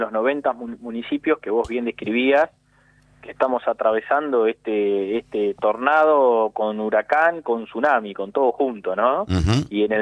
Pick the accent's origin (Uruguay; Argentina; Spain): Argentina; la verdad es que te indigna como argentino